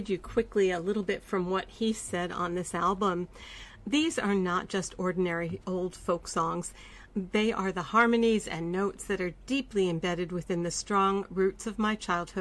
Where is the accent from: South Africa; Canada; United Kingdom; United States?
Canada; my life growing up in the Canadian wilderness in an old white home along the Sturgeon River.